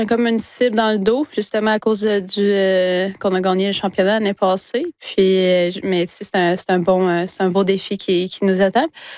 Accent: Wemotaci, Quebec, Canada; Nous, quand j'ai grandi à Wimontashi, justement, où on avait mon père il faisait... une glace d'erreur chez nous, dans notre cour arrière.

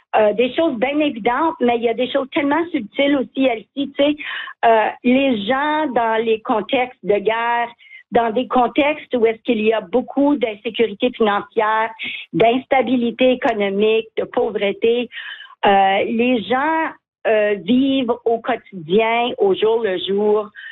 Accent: Mattawa, Ontario, Canada; moved away; moi, je viens de Matawa.

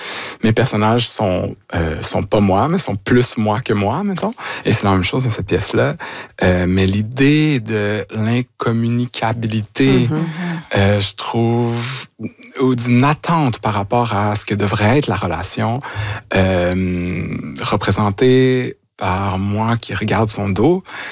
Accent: Vaudreuil-Soulanges, Quebec, Canada; moi, je suis retourné dans ma région natale, c'est-à-dire Vaudreuil-Soulanges.

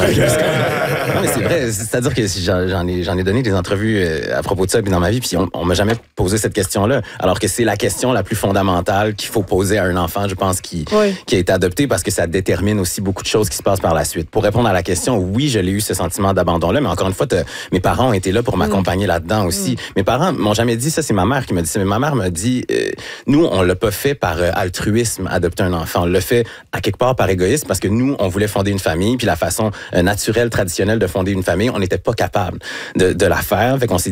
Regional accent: Quebec City, Quebec, Canada; j'ai grandi à Québec, la majorité de mon entourage est blanc

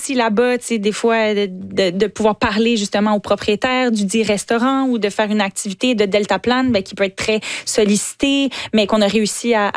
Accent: Quebec, Canada; je suis québécoise, j'ai grandi en écoutant les Canadiens de Montréal à la télé petite avec mon papa.

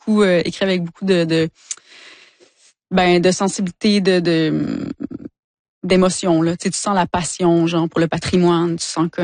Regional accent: Quebec, Canada; born or raised there

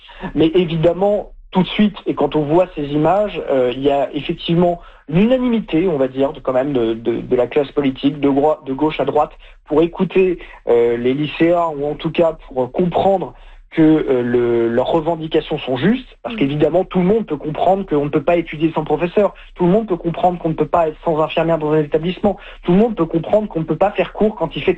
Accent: France; chez nous, en France

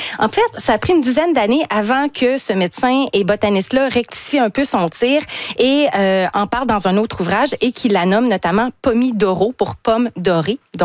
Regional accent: Canada; vers chez nous, au Canada

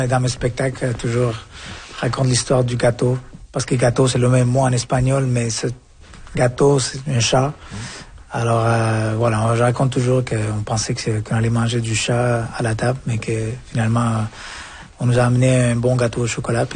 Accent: Colombia; also born or lived in Quebec; now in Alberta, Canada; je viens de la Colombie, mais j'habitais au Québec, alors je viens de Québec, du Québec aussi. Puis quand je vais ailleurs, je viens de la Colombie, j'ai passé par le Québec, mais je viens de l'Alberta.

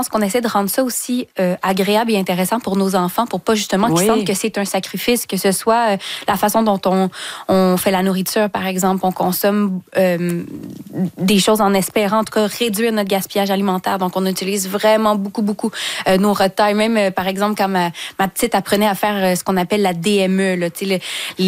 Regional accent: Saint-Hyacinthe, Quebec, Canada; Mais tu vois, moi, je venais du 450, je viens de Saint-Hyacinthe, donc j'avais ma voiture depuis que je suis adolescente.

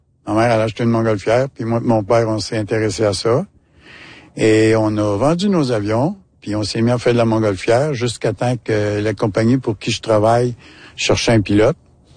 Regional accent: Saint-Jean-sur-Richelieu, Quebec, Canada; Moi, je viens de Saint-Jean-sur-Richelieu.

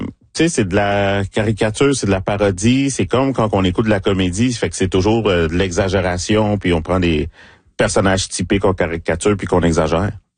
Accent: Laval, Quebec, Canada; ça me rappelle Montréal ou ça me rappelle Laval parce que je viens de Laval, Laval ou rien.

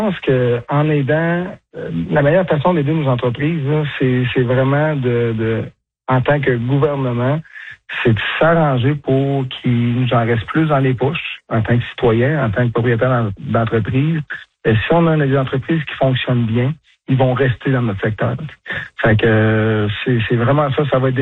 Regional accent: Lac-Drolet, Quebec, Canada; Ben, je suis de Mégantic, je suis natif d'ici, je suis natif à Lac-Drolet, on est ici depuis plusieurs générations. Lac Mégantic, là, c'est mon chez-nous.

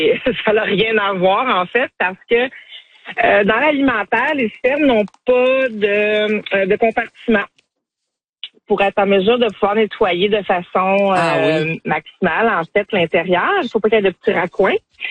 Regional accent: Quebec, Canada; chez nous au Québec

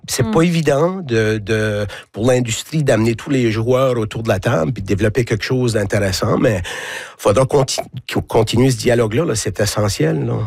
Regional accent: Cap-Pelé, New Brunswick, Canada; C'est particulier pour moi, là. Je suis originaire de Capelée.

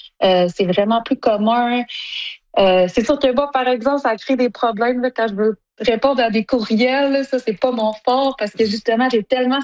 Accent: Sept-Îles, Quebec, Canada; J'essaie aussi de me reconnecter avec ce côté-là que j'ai pas pu vraiment faire, là, quand j'ai grandi à Sept-Îles.

